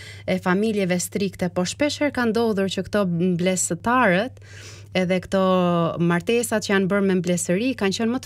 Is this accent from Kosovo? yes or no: no; Has, Kukës County, Albania; Unë jam nga Veriu i Shqipëris, nga Hasi.